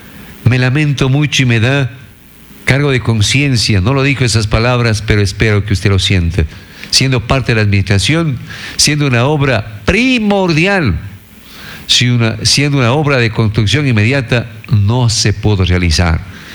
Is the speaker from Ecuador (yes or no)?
yes; Píllaro, Tungurahua, Ecuador; moved away; Tuve la oportunidad de estar en Píllaro porque es mi tierra natal. Siempre lo valoro, es mi tierra natal.